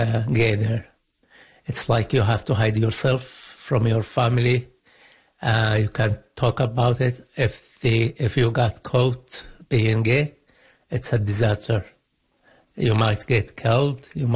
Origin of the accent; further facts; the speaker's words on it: Yemen; moved away as an adult; now in Winnipeg, Canada; I'm 36 years old. I'm from Yemen. I moved here last year.